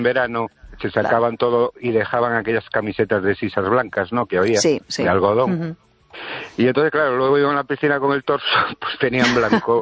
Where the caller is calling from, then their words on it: Ourense, Galicia, Spain; de Orense.